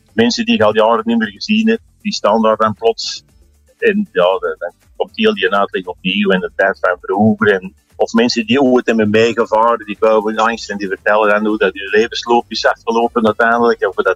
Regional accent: Antwerp, Belgium; Ik ben zelf van Antwerpen, op zijn Antwerpse zeggen. Ik ken daar God en klein biertje.

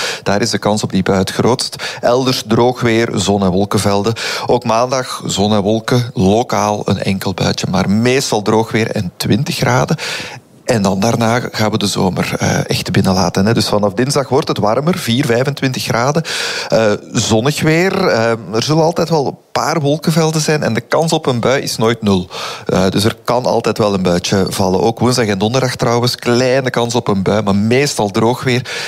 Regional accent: Flemish Brabant, Belgium; Nu, ik ben van Vlaams-Brabant, zou nog wel.

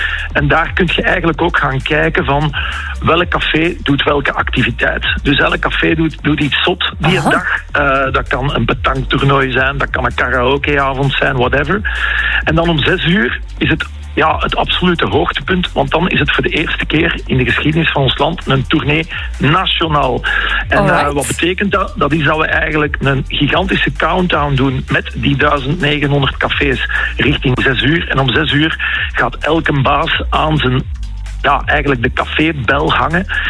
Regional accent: Leuven, Flemish Brabant, Belgium; Ja, ik ben een Leuvenaar, dus weet je het meestal wel.

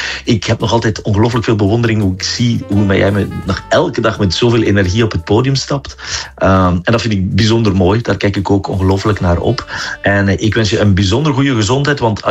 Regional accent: Flanders, Belgium; Ik ben een Vlaamse jongen, vind ik bijzonder mooi.

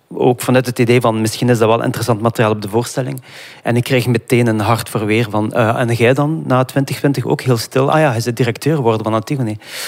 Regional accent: Iraq; now in Belgium; Ik als Irakees zijnde

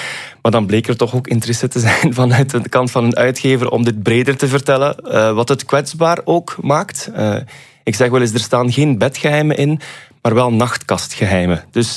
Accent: Bruges, West Flanders, Belgium; En ja, ik ben zelf uit Brugge afkomstig.

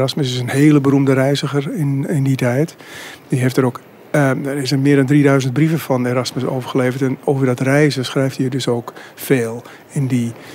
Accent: Culemborg, Gelderland, Netherlands; Ja, als je bijvoorbeeld, ik kom uit Culemborg.

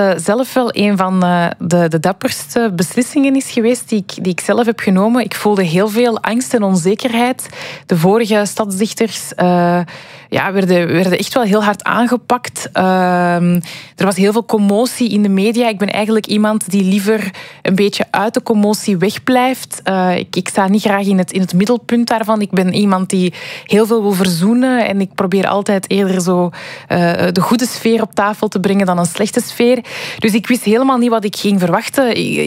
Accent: Antwerp, Flanders, Belgium; Voor mij is dat echt mijn jeugd in Deurne. Ik ben ook van Deurne.

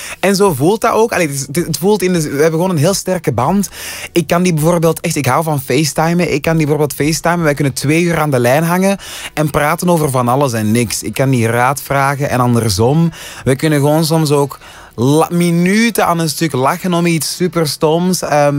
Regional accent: Haiti; de persoon die mij voor het eerst heeft gezien toen ik klein was in Haiti

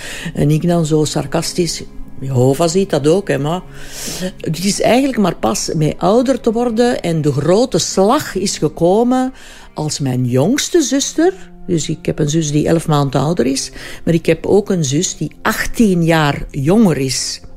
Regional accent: Mechelen, Flanders, Belgium; now in Lier, Belgium; Hij was van boven Antwerpen, ik ben van Mechelen. Wij zijn in Lier gaan wonen.

